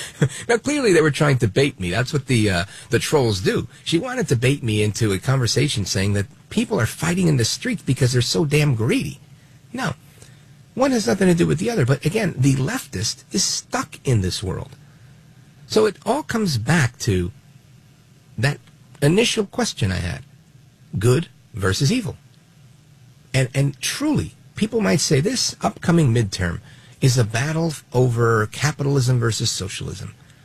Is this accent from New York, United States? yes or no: yes; Brooklyn, New York, United States; born there; My parents are from Puerto Rico. I was born in Brooklyn, but we had one big happy Puerto Rican family eating pernil.